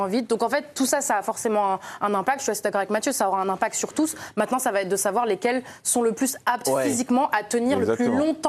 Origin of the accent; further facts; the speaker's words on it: Côte d’Ivoire; je suis ivoirienne